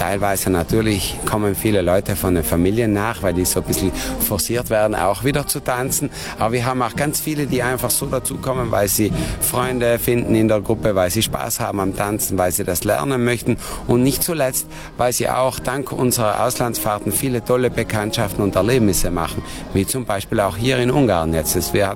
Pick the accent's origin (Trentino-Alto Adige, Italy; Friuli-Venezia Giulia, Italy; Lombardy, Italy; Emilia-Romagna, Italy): Trentino-Alto Adige, Italy; Wir sind aus Südtirol, eigentlich aus Philanders. Es ist ein kleines Dorf auf 900 Höhenmeter mit ca. 2000 Einwohnern.